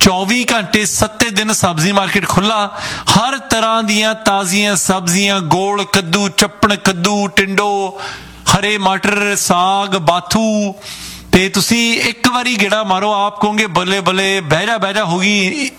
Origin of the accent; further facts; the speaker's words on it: Punjab, India; ਜਿਹੜੇ ਆਪਾਂ ਤੁਸੀਂ ਚਲੋ ਦੁਆਬੇ ਵਾਲੇ ਹੋ ਅਸੀਂ ਮਾਲਵੇ ਵਾਲੇ